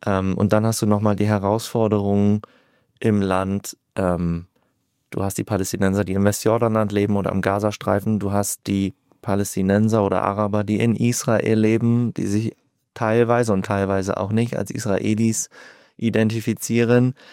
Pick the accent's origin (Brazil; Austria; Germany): Germany; Da haben wir wahrscheinlich als Deutsche auch aufgrund unserer Geschichte den Knacks, den wir erlebt haben